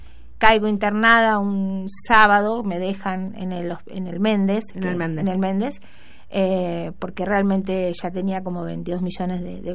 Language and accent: Spanish; Buenos Aires, Argentina; also born or lived in 25 de Mayo; yo nací en 25 de mayo, pero a los 2 añitos y pico, 3, ya estaba acá, en Buenos Aires con mi mamá y mi papá. O sea, todos somos de allá.